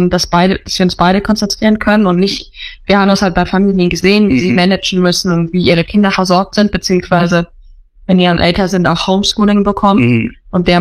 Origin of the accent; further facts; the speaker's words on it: Germany; moved away as an adult; now in Thailand; Als Deutsche würde ich uns jetzt mal bezeichnen